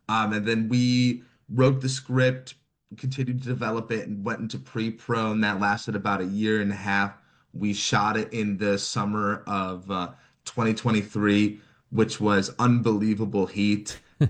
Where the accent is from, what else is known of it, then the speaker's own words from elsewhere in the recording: Chicago, Illinois, United States; I'm actually from Chicago, so okay. I brought a little bit of an outsider's perspective to the movie, while my co-director was like the local.